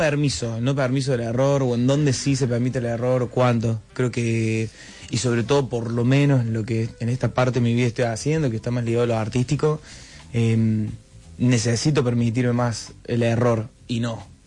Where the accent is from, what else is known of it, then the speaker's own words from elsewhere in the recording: Córdoba, Argentina; Soy de Córdoba